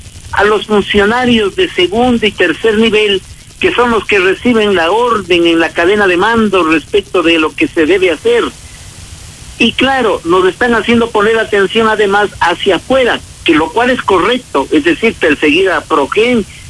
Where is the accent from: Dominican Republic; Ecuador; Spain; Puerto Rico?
Ecuador